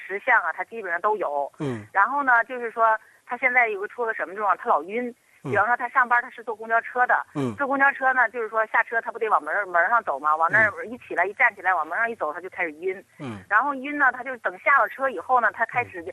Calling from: Baoding, Hebei, China; 我是保定的。

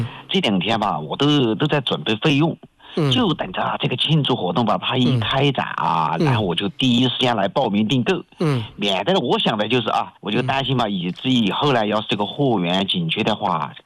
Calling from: Kunming, Yunnan, China; 我是来自云南昆明的。

